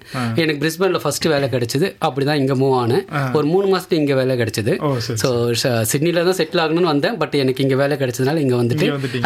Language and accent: Tamil; Chennai, Tamil Nadu, India; நான் சென்னையில் பிறந்து வளர்ந்தேன்.